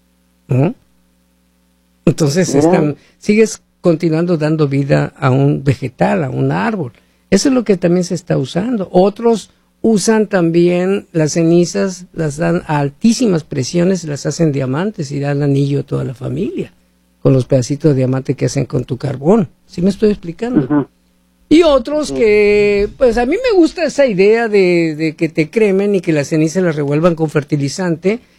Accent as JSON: {"language": "Spanish", "country": "Mexico", "said": "así somos los mexicanos"}